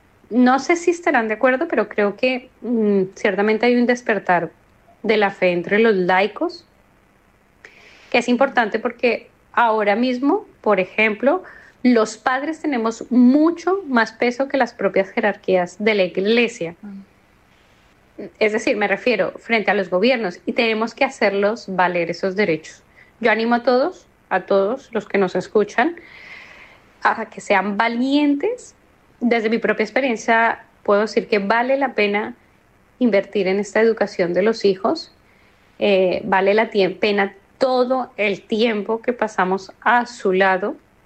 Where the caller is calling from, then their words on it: Colombia; de Colombia